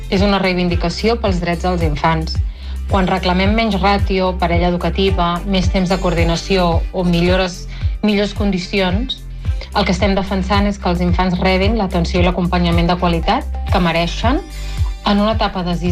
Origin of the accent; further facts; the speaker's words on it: Catalonia, Spain